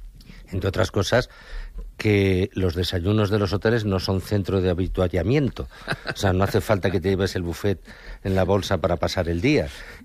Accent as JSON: {"language": "Spanish", "region": "Lisbon", "country": "Portugal", "second_language": "Spanish", "said": "es Lisboa, ¿sabes? Entonces, yo soy de Saramago y todo eso es mío."}